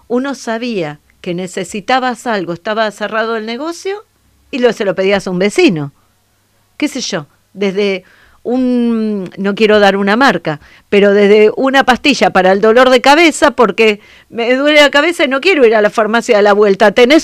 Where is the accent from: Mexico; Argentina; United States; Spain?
Argentina; Buenos Aires; Yo vivía en un barrio, en Parque Chacabuco